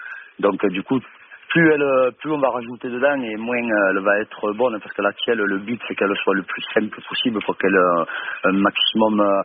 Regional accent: Sète, Occitanie, France; comme on dit, à Sète au quartier haut. Dans la place du poufre, quoi. Chez nous, on ne dit pas poulpe, on dit le poufre.

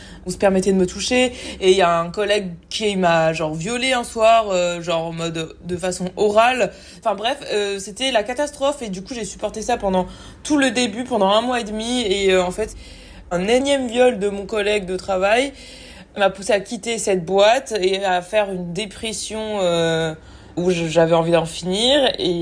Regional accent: La Rochelle, Nouvelle-Aquitaine, France; also born or lived in Évry / China; Je suis née à Évry et ensuite j'étais à La Rochelle. J'ai aussi grandi une partie de ma vie en Chine quand j'étais petite en école primaire pendant 4 ans.

